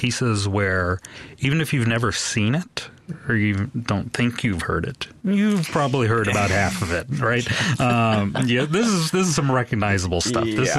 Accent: California, United States; I grew up in the Bay Area, and, my local symphony was the San Francisco Symphony.

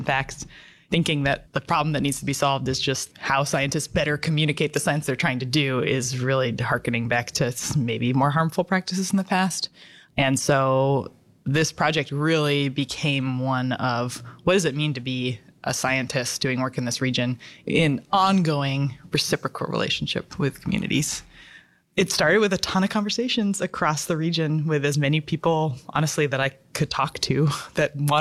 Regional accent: Homer, Alaska, United States; now in Sitka, United States; I was born and raised in Homer, Alaska, in the Northern Gulf. I am currently 36 years old

